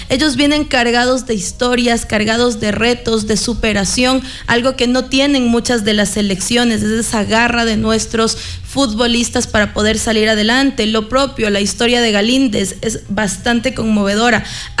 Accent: Ecuador

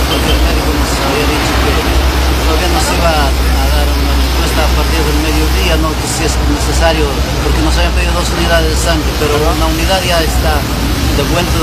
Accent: Santa Rosa, Cajamarca, Peru; now in Villarrica, San José de Lourdes, Peru; mi lugar de nacimiento, yo soy de Santa Rosa y acá de Jaén, ¿no?, natural de esta zona.

